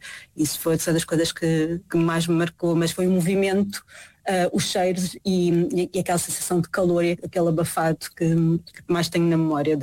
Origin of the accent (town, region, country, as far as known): Macau; born or raised there